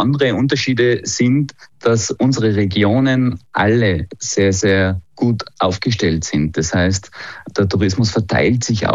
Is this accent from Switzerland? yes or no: no; Tyrol, Austria; Bei uns in Nordtirol ist die Armutsrisiko ist bei 14,4%, also das Dreifache.